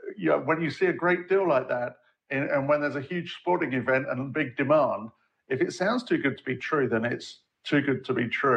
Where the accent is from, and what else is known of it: England, United Kingdom